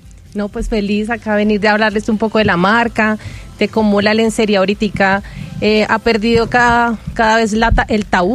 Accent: Colombia; como acá colombiano le decimos

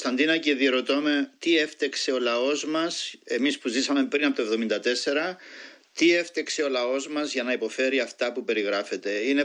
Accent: Cyprus; όχι σαν φιλόλογος, αλλά σαν Κύπριος πρόσφυγας που έχασε το σπίτι του, που τον κυνήγησαν τα τουρκικά αεροπλάνα και τον πολυβολούσαν και έζησα από θαύμα.

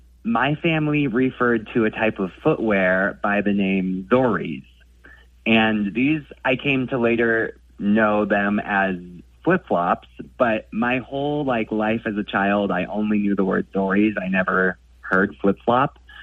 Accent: California, United States; My mom's from New England and my dad's from Sacramento, and I grew up near Sacramento myself.

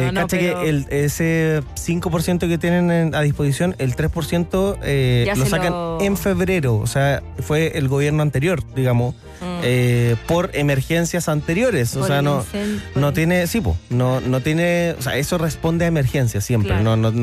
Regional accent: Viña del Mar, Valparaíso, Chile; Sí, pues yo nací en Viña del Mar y toda mi vida he vivido allá

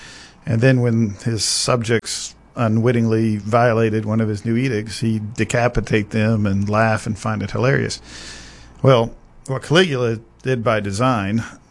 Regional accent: Arkansas, United States; I'm really enjoying the work in my home state of Arkansas.

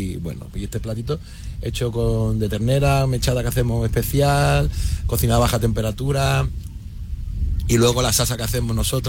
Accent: Balearic Islands, Spain; born there; yo aunque lo disimulo muy bien, nací en Menorca.

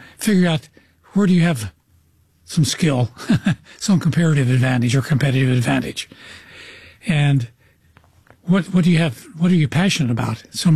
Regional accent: Lawrence, Kansas, United States; first off, Lawrence, Kansas, where the University of Kansas is my hometown. Mm-hmm. I went to Lawrence High School and then University of Kansas.

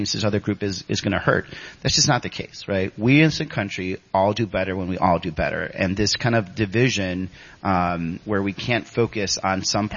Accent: Chicago, Illinois, United States; I'm originally from Chicago, which also was a working class Latino and black area

